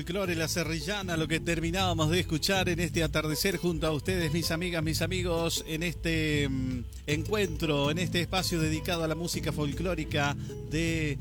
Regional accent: Argentina; somos verdaderos argentinos

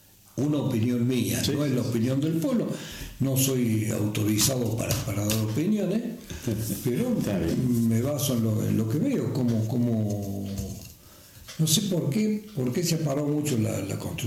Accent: Río Cuarto, Córdoba, Argentina; born there; moved away as an adult; now in El Pacorral, Argentina; 82, tengo 55 en el Bacorral, quiere decir que 27 años de Río Cuarto, de Higuera y Río Cuarto

